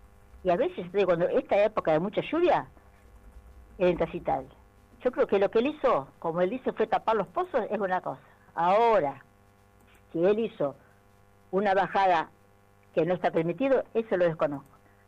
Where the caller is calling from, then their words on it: Ramallo, Buenos Aires Province, Argentina; yo soy de Ramallo.